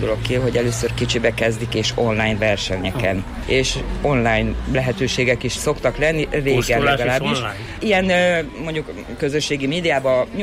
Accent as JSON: {"language": "Hungarian", "country": "Hungary", "moved": "as an adult", "lives_now": "Netherlands"}